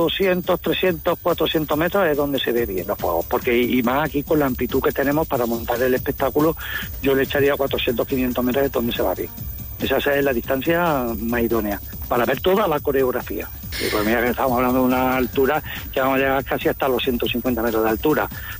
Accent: Montilla, Andalusia, Spain; aunque yo personalmente soy de Montilla

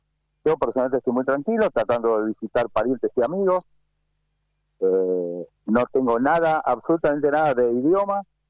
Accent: Buenos Aires, Argentina; tengo 72 años, nací, viví y voy a terminar mis días en la capital federal, por supuesto en Cava.

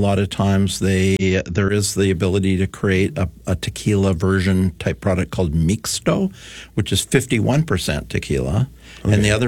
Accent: Esquimalt, British Columbia, Canada; people say, oh, where are you from? Thinking that we're like from Chicago or Detroit or something.

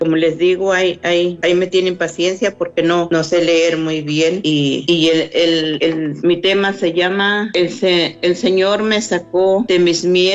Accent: San Ciro de Acosta, San Luis Potosí, Mexico; now in Schulenburg, United States; Soy de un pueblito que se llama San Ciro de Acosta, San Luis Potosí, pero vivo en un ranchito lagartijero.

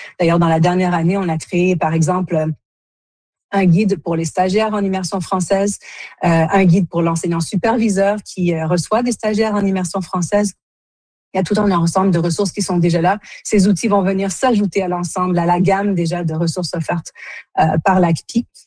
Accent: Quebec, Canada; born there; si je suis née au Canada, née au Québec, c'est grâce à l'immersion française, parce que ma maman faisait partie des pionnières de l'immersion française et mon papa est venu la rejoindre au Canada.

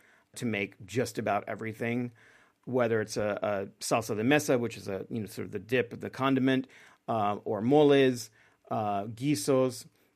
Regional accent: Texas, United States; born or raised there

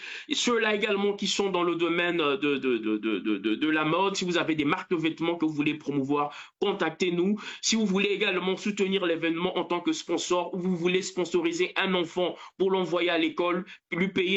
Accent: Johannesburg, Gauteng, South Africa; parce que je suis pas originaire de Cape Town, je suis un Djobourgeois avant tout.

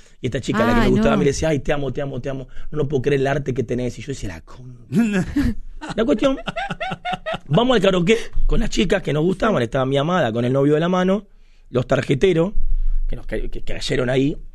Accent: Buenos Aires, Argentina; Seguimos siendo porteños

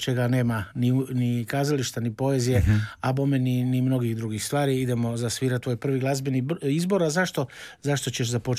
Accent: Rijeka, Primorje-Gorski Kotar County, Croatia; born there; Ja sam rođeni Riječanin

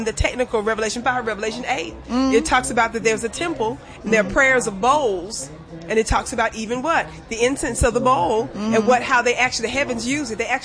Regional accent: Mississippi, United States; I'll say I was born and raised in Mississippi.

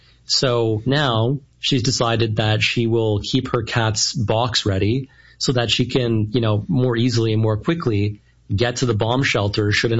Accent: Canada; also born or lived in Toronto; I'm currently in Ukraine, but I'm happy about that as a Canadian

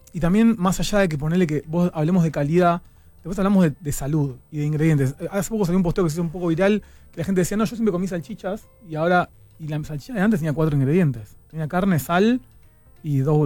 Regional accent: Argentina

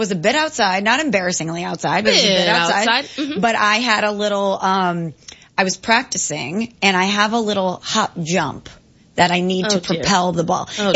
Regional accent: St. Louis, Missouri, United States; I had the honor of throwing out the first pitch for the St. Louis Cardinals, my hometown franchise that I grew up loving, so loved to this day.

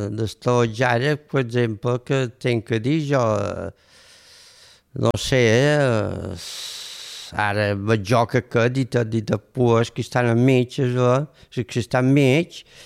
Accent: Ferreries, Balearic Islands, Spain; de petit, aquí a Ferreries anaven a cases monges, allà per passar el temps

